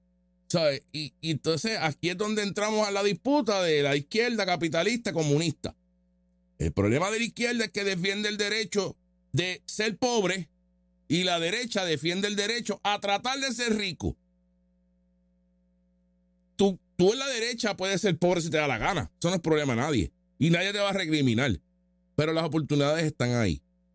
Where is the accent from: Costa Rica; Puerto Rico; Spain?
Puerto Rico; O sea que yo como puertorriqueño no tengo derecho a tener una casa.